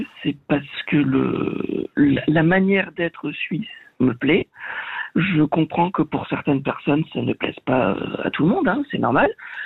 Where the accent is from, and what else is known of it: Southwest France, France